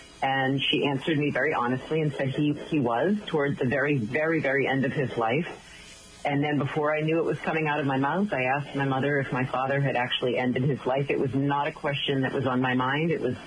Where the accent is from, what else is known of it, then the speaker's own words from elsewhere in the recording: Massachusetts, United States; We're just north of Boston, so we were in my hometown.